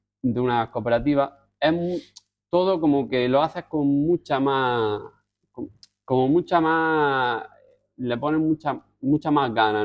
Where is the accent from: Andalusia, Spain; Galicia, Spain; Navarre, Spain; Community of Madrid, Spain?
Andalusia, Spain; Almería; Deportiva de Almería, y por mi tierra